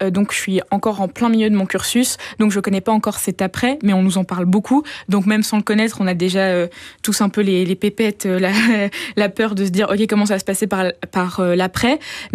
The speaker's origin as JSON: {"language": "French", "town": "La Louvière", "region": "Wallonia", "country": "Belgium", "said": "que je viens de la Louvière et à la Louvière, on n'a pas toutes les opportunités, par exemple, qu'on a à la capitale pour ne serait-ce que faire du théâtre."}